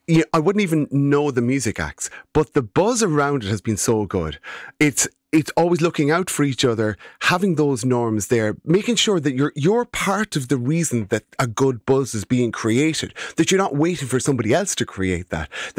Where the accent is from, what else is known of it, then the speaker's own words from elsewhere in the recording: Ireland; we as Irish people